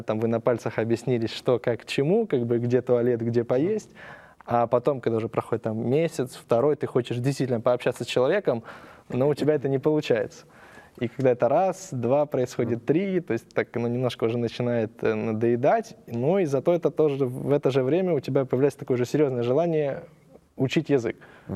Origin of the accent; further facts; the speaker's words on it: Ukraine; now in Argentina; Нет, я сам с Украины.